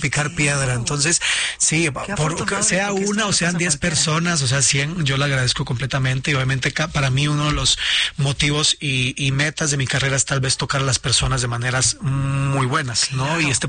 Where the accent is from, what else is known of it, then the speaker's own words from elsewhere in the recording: Costa Rica; moved away as an adult; now in Mexico; Tengo ya casi 5 años en México. Ya soy mexicano.